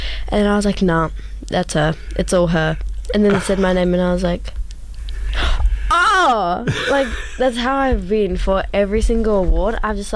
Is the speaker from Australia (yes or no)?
yes; Perth, Western Australia, Australia; I'm from Perth, and I'm Cooper Mob from Perth to Mullawa.